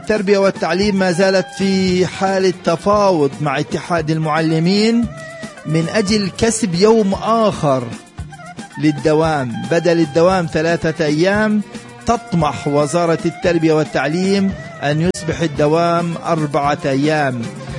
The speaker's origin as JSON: {"language": "Arabic", "country": "Palestine", "said": "أمور كثيرة بتتعلق بواقعنا كفلسطينيين"}